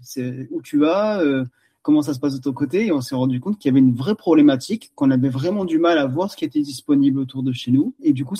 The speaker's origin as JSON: {"language": "French", "region": "Provence-Alpes-Côte d'Azur", "country": "France", "said": "Nous, on est originaire des Hautes-Alpes et c'est vrai qu'on a toujours été habitués à bien manger"}